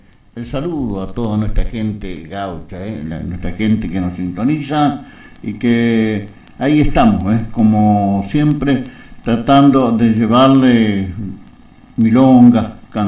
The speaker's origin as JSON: {"language": "Spanish", "region": "Patagonia", "country": "Argentina", "said": "los encuentros tradicionalistas que siempre tenemos en nuestra Patagonia"}